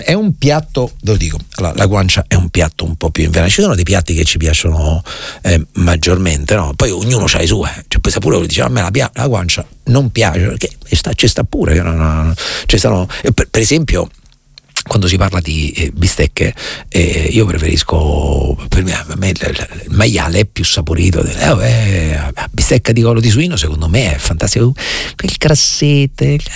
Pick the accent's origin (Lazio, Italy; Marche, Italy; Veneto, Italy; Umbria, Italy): Marche, Italy; io sono marchigiano, ok? E conosco bene le Marche.